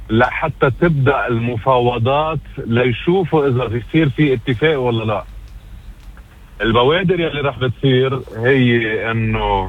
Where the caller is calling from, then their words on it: Lebanon; انا ما بدي حدا يدافع عني كأنا لبناني